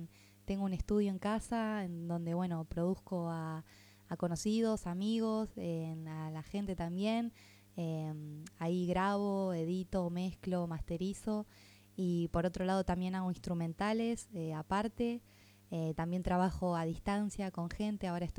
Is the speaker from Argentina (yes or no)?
yes; Nueva Atlantis, Buenos Aires Province, Argentina; soy del Partido de la Costa, soy de Nueva Atlantis